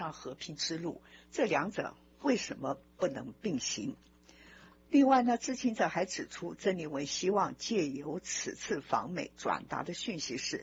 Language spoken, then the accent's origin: Chinese; Taiwan; 我就是中国人，我也是台湾人，就是如此啊。